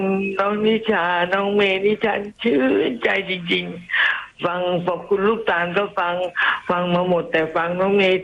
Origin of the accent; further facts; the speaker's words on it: Nakhon Sawan, Thailand; ้จังหวัดนครสวรรค์อำเภอเมืองตลาดปากน้ำโพค่ะ